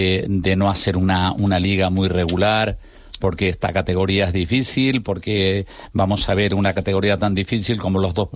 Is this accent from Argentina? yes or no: no; Canary Islands, Spain; Y lo que es actualidad, yo como canario estoy muy confundido.